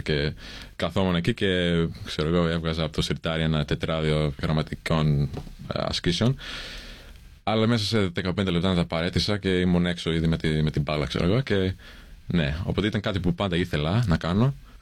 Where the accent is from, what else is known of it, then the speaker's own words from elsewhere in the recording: Australia; Greek is a second language; δεν θα έλεγα νομίζω ότι είμαι Έλληνας. Δεν θα έκανα μια τέτοια δήλωση τόσο ξεκάθαρα. Δηλαδή, θα έλεγα ότι είμαι Αυστραλός με ελληνική καταγωγή. Δεν λέω ότι είμαι Έλληνας.